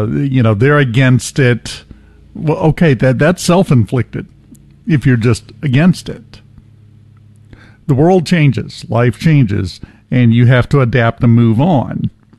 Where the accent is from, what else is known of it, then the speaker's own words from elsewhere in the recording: Mississippi, United States; I'm from Southwest Mississippi.